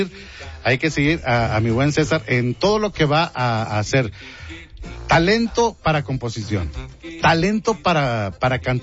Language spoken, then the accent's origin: Spanish; Monterrey, Nuevo León, Mexico